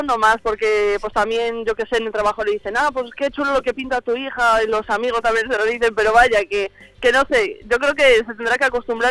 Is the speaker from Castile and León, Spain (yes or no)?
yes; Morales del Vino, Castile and León, Spain; also born or lived in Tarragona / Zamora / Valencia; pues allí, bueno, me he criado ahí toda la vida, aunque, bueno, no soy... O sea, estuve también viviendo en Zamora de pequeñina nací en Tarragona, me parieron allí, pero bueno, yo me considero zamorana, vaya, 100%.